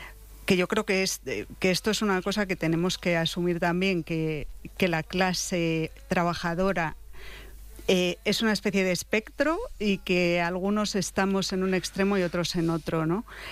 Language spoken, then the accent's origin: Spanish; Valladolid, Castile and León, Spain; now in Madrid, Spain; pero yo originalmente soy de Valladolid. El primer barrio en el que viví es Los Vadillos, que es un barrio obrero de Valladolid